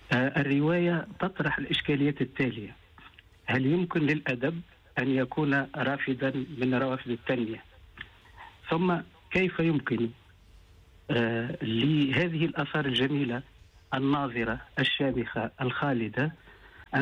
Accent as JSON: {"language": "Arabic", "town": "Tunis", "region": "Tunis Governorate", "country": "Tunisia", "said": "لا، أنا ولد تونس، لكن أنا في توجهي الأدبي يعني أكتب لكل ما هو وطني، لكل ما هو تونسي"}